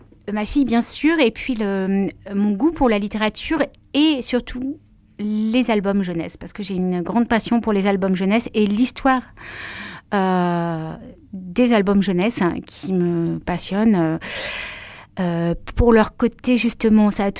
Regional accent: Grenoble, Auvergne-Rhône-Alpes, France; also born or lived in Paris

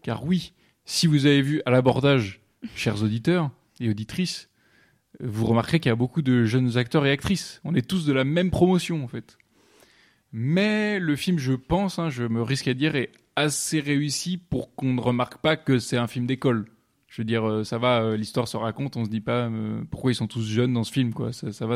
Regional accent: Chambéry, Auvergne-Rhône-Alpes, France; born there; moved away; also born or lived in Lyon / Paris; je suis né à Chambéry.

